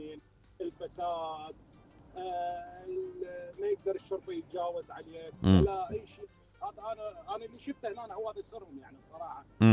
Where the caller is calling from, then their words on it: Switzerland; والله بسويسرا.